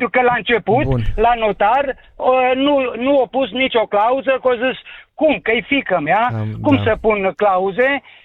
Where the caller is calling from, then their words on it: Gherla, Cluj County, Romania; sunt din Gherla.